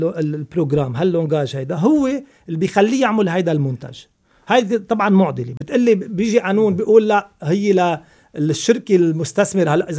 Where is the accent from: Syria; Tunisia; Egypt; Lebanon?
Lebanon; also born or lived in France